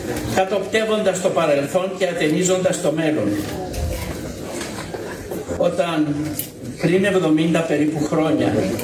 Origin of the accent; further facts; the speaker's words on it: Amorgos, South Aegean, Greece; born there; ο οποίος μου δόθηκε στον τόπο μου, τη γενέθειρά μου, δια του Δήμου Αμοργού.